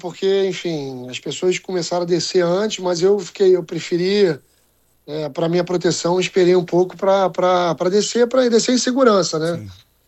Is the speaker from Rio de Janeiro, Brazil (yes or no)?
yes; Rio de Janeiro, Brazil; Eu sou carioca, estou acostumado a sair de madrugada sempre